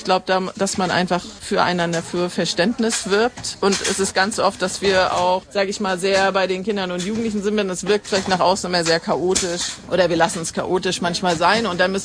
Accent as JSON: {"language": "German", "region": "Northern Germany", "country": "Germany", "said": "Ich komme aus dem Norden, also die ist komplex."}